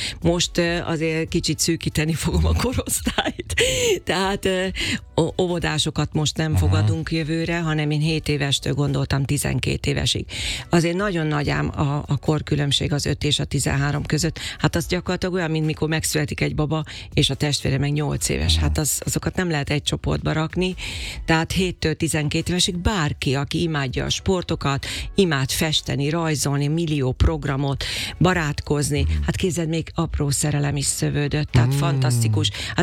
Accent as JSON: {"language": "Hungarian", "town": "Makó", "region": "Csongrád-Csanád", "country": "Hungary", "tie": "born or raised there", "said": "Pénteken egész nap a kalandparkban voltunk, otthon Makón, aha, a Marosparton, hát ugye nekem az idillikus mindenem"}